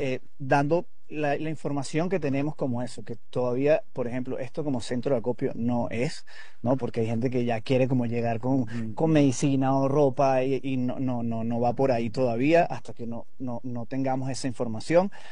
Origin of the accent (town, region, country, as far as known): Venezuela; now in Mexico